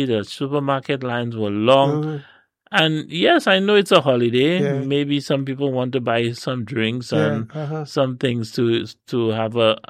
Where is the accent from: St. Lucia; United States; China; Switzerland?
St. Lucia